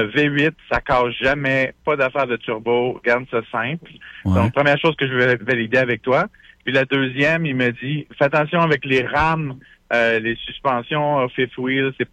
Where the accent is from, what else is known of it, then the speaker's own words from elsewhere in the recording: Rimouski, Quebec, Canada; Moi, je suis de Rimouski, je suis de passage à Québec, puis je vous écoutais.